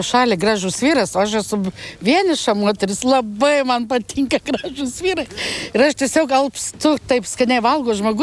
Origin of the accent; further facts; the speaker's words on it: Samogitia, Lithuania; Mes žemaičia, aš ne visai esu žemaitė, bet žemaičia mes turim tą savo tokį užsispyręs kaip žemaitis.